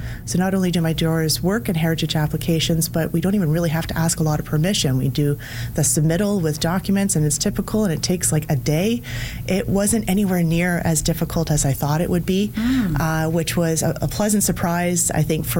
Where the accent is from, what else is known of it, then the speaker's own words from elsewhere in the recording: Ontario, Canada; moved away; I came from Ontario, where it's a lot of beige and tan and taupe and black, and it's and color is almost mocked, especially in a suburban or a city setting.